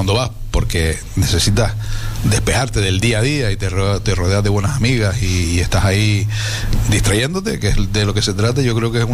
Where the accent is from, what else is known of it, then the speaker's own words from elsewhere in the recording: Carrizal, Canary Islands, Spain; yo le digo a mi madre, no, ustedes los de Ingenio, yo soy de Carrizal, no soy de Ingenio